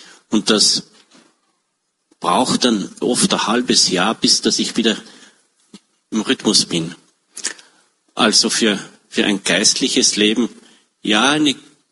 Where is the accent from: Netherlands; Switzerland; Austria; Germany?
Austria; Upper Austria; also born or lived in Tyrol; oder bei uns im Innviertel, auch im Tiroler Oberland, wo ich ja auch viel war, hat es geheißen, nicht geschimpft ist gelobt genug.